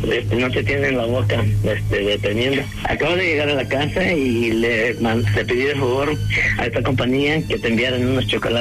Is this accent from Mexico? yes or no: yes; Ciudad Altamirano, Guerrero, Mexico; Soy de Ciudad Altamirano.